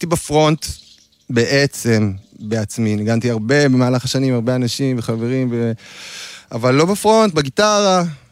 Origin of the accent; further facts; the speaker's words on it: Jerusalem, Jerusalem District, Israel; וגם כי אנחנו ירושלמים.